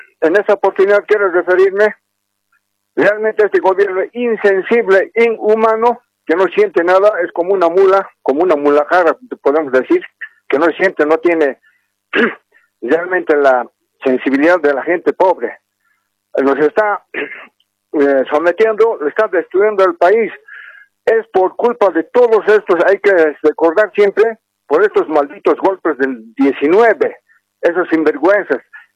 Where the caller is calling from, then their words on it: La Paz, Bolivia; Les saludo con mucho cariño … de la ciudad de La Paz.